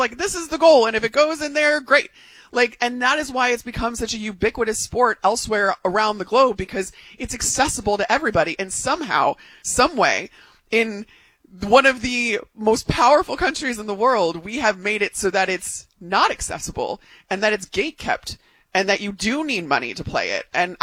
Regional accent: Illinois, United States; I grew up in outside Chicago, where hockey was a huge sport that everybody in my neighborhood played.

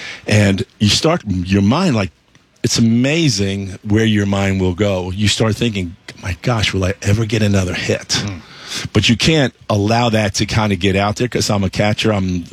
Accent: Queens, New York, United States; You know, for me growing up, I grew up in Queens. I had 7 brothers and sisters, so total of 8.

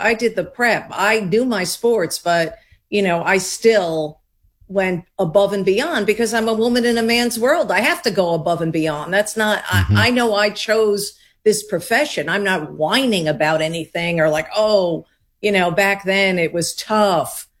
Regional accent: Long Island, New York, United States; I grew up on Long Island. I'm born in New York City.

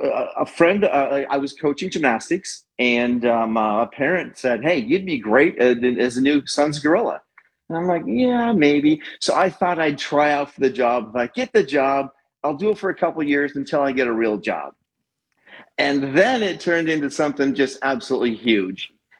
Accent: Great Falls, Montana, United States; moved away; I was from Great Falls, Montana.

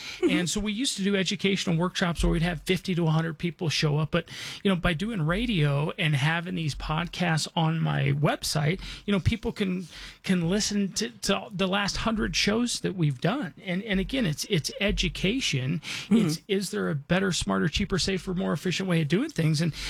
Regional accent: Denver, Colorado, United States; So Jackie, I mean, my background is, so again, I was born and raised in Denver. Dad was a Lutheran minister.

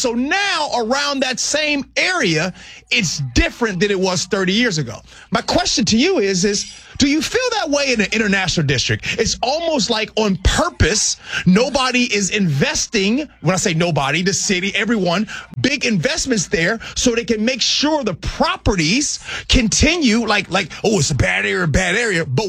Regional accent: Chicago, Illinois, United States; See, I grew up in Chicago, and in Chicago, there used to be where the White Sox played.

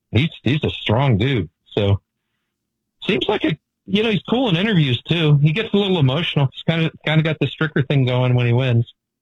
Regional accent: Baltimore, Maryland, United States; born there; I was born in Baltimore. That makes me a Baltimorean.

